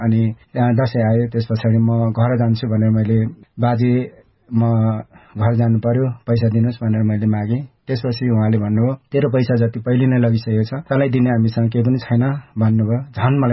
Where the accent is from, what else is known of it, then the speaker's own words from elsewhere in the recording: Kathmandu, Bagmati, Nepal; born there; म काठमाडौँमा आइसकेपछि सडकबाट नै मैले जीवनयापन सुरु गरेको हो म श्रोतामाथिलाई म यही भन्न चाहन्छु म सडकमा नै हुर्किएँ